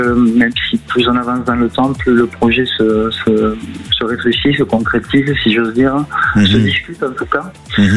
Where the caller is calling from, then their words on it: Toulouse, Occitanie, France; j'appelle de Toulouse, j'ai presque 60 ans